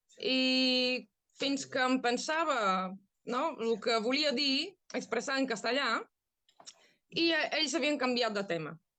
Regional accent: Sofia, Sofia City, Bulgaria; Catalan is a second language; now in Catalonia, Spain; jo soc de Sofia, que es fa, està... no està massa prop del mar.

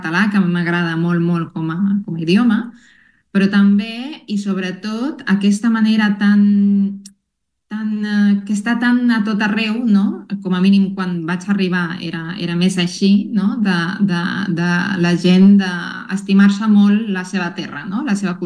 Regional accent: La Paz, Bolivia; Les persones més de muntanya, diguem, de la regió d'on vinc, de La Paz, potser, no? La societat és una miqueta més conservadora.

